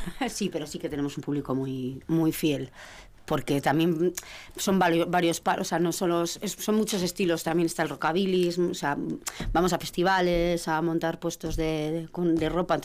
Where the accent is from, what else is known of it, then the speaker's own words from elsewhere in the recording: Vitoria, Basque Country, Spain; luego por cuestiones de la vida me tuve que volver a Vitoria, que es mi ciudad natal.